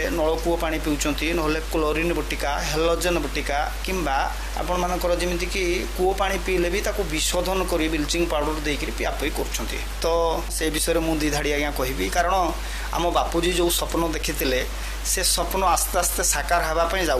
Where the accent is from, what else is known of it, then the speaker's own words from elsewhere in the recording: Digarestia, Odisha, India; ଆମ ଗାଁ ହଉଛି ଦିଗାରେସ୍ତିଆ, ଗ୍ରାମ ପଞ୍ଚାୟତ ଗୌରମା ଏବଂ ବ୍ଲକ ହଉଛି କୁଳିଅଣା।